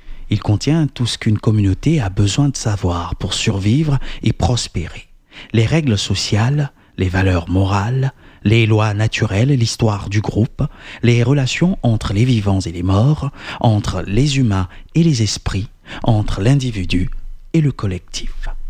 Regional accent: Côte d’Ivoire; born there; moi, je suis né en Côte d'Ivoire.

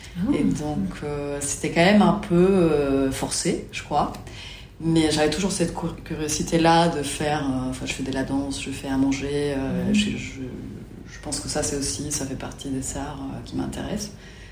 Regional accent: Mexico; moi, je commençais à faire de la photo quand j'étais ado au Mexique.

